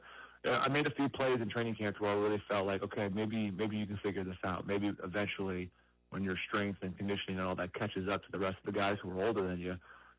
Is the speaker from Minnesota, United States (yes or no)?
yes; Minnesota, United States; moved away as an adult; growing up in Minnesota, you didn't really have an option. You played hockey in the winter